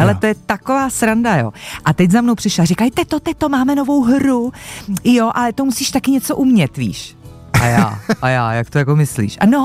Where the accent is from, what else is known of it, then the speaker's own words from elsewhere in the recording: Liberec Region, Czechia; já jsem z Jizerek, že jo, takže Jizerky, to je moje srdeční záležitost